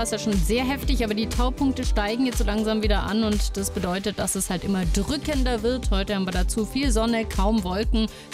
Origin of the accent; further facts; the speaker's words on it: Bavaria, Germany; Wir kommen beide aus Franken. Es ist eine ähnliche Ecke, wo wir herkommen.